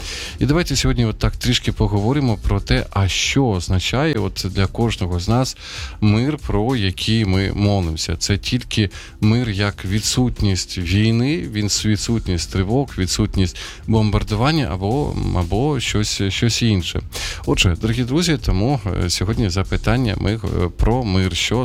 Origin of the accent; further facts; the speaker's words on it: Sumy, Sumy Oblast, Ukraine; як от в моїх рідних Сумах